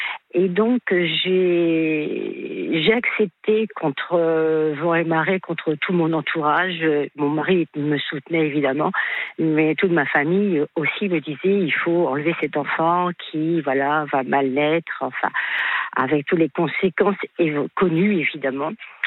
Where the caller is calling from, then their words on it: Brittany, France; je suis en Bretagne.